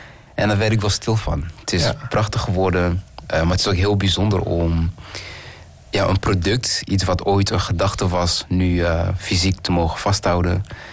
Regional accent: Rwanda; moved away; ik ben geboren in Rwanda.

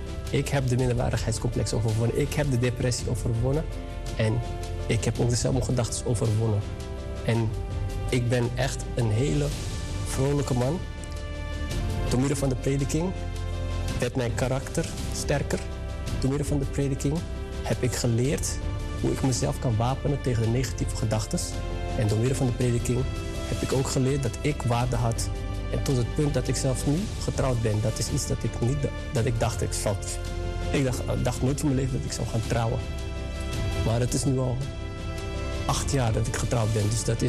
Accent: Amsterdam, North Holland, Netherlands; want ik kwam uit Amsterdam, hè. Ik woon in Amsterdam.

